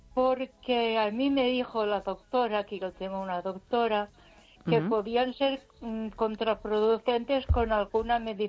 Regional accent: Ponferrada, Castile and León, Spain

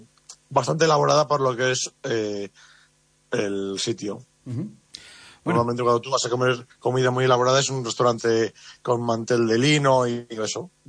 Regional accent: Chinchón, Community of Madrid, Spain; moved away as an adult; now in A Coruña, Spain; ni mi pareja ni yo somos de aquí. Ella es de Cáceres y yo soy de Chinchón, de Madrid. Y bueno, llegamos aquí a Coruña. Antes del COVID nos encantó Coruña y ya nos quedamos aquí a vivir.

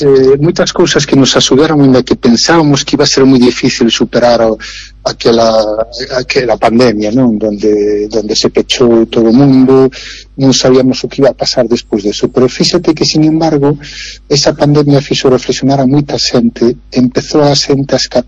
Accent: Galicia, Spain; A partir de aí empezou unha nova trayectoria profesional sempre da miña terra, co que son un afortunado dentro da rede de directores de paradores

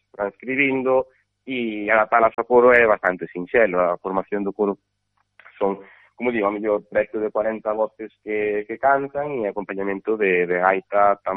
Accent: Carballo, Galicia, Spain; además eu son daqui, pues son de Carballo

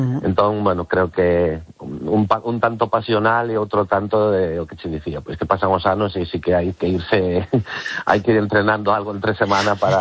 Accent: Galicia, Spain; Somos galegos

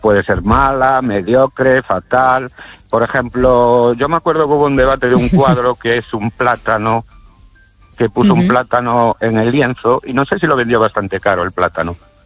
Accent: Ourense, Galicia, Spain; Buenas noches, estéreo oyentes … de Orense.

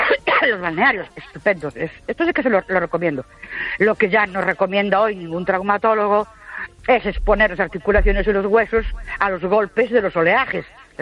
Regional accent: Ourense, Galicia, Spain; Buenas noches … de Orense.

